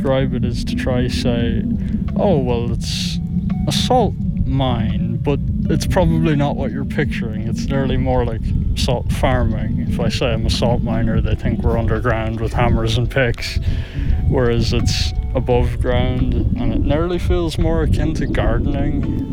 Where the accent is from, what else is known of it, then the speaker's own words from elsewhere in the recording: Ireland; moved away as an adult; now in Slovenia; Being Irish, the sun can be quite the difficulty, but besides that I absolutely love it.